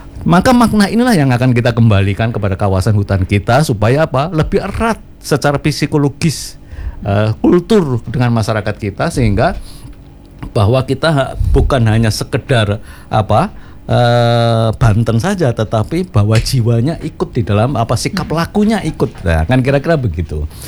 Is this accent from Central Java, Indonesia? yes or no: yes; Surakarta, Central Java, Indonesia; Itu saya orang Solo tapi tahu.